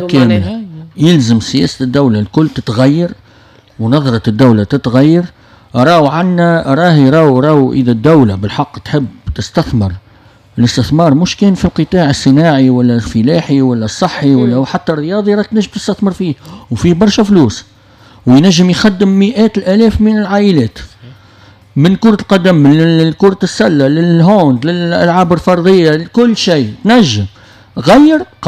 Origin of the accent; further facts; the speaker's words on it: Tunisia; احنا كدولة تونسية